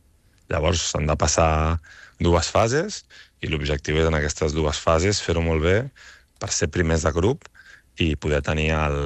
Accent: Badalona, Catalonia, Spain; jo he nascut a Badalona i faig tota la vida aquí a Badalona

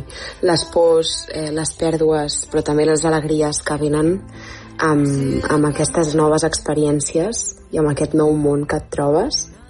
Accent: Barcelona, Catalonia, Spain; Soc un artista del Poblenou de tota la vida

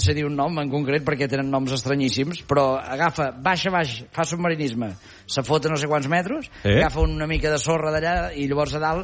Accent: Catalonia, Spain; passa que jo soc d'Osona i els sentiments ens costen.

